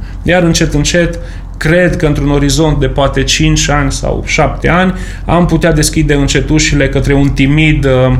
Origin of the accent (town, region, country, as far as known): Romania